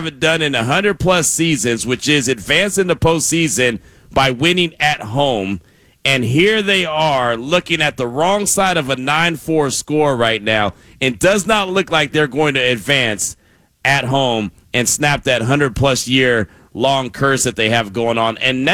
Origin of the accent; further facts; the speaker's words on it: California, United States; you will know that I'm from the Bay. In the Bay, they got a group.